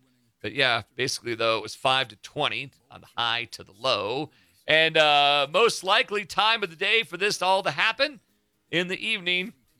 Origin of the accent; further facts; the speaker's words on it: Seattle, Washington, United States; I'm from Seattle.